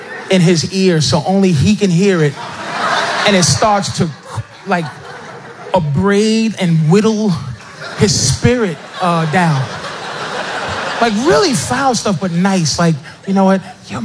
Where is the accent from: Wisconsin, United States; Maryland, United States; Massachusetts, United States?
Massachusetts, United States; Boston; And this is I'm from Boston, man. I got a PhD in white people, man. I grew up around them.